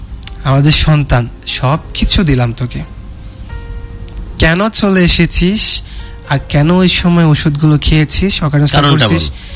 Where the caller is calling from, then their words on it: Bangladesh